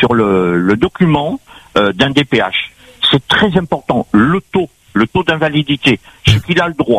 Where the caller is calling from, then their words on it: Antony, Île-de-France, France; moi, je suis à côté d'Antony, donc c'est dans les Hauts-de-Seine, dans le sud de Paris